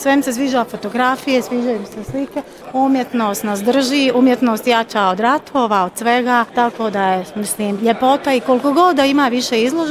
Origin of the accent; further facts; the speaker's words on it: Sarajevo, Federation of Bosnia and Herzegovina, Bosnia & Herzegovina; now in Mexico; Sretna sam u našem gradu u svakom pogledu, ali posebno kad ima izložba, nešto lijepo da vidimo.